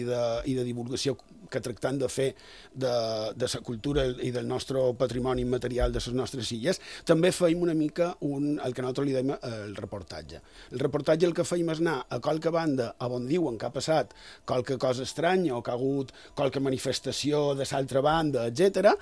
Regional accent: Palma, Balearic Islands, Spain; ja som de ciutat, som de Palma, però vaig tenir la sort d'haver pogut viscut també part de la meva infantesa a la ruralia.

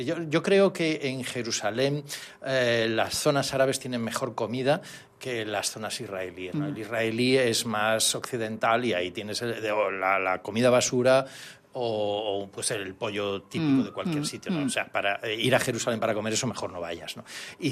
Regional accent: Galicia, Spain; Porque yo creo que en el fondo me recordaba mi tierra, Galicia, ¿no?

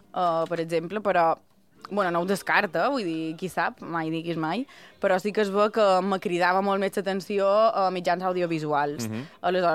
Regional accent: Sencelles, Balearic Islands, Spain; born or raised there; now in Palma, Spain

